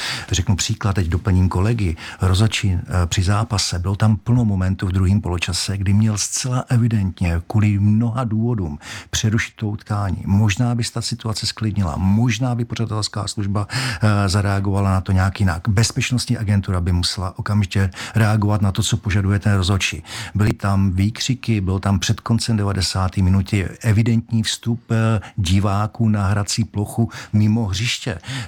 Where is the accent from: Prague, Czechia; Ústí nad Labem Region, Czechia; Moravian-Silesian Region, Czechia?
Prague, Czechia; já tím, že jsem z Prahy 10, tak jsem se vybíral mezi Bohemkou a Slavií samozřejmě, protože jsou dva stadiony, které a dva kluby, které tam máme